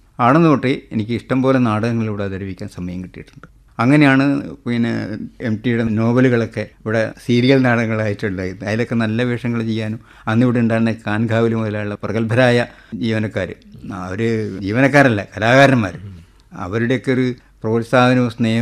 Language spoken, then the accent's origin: Malayalam; Kozhikode, Kerala, India; സാറേ ഞാൻ കോഴിക്കോടുകാരനാണ്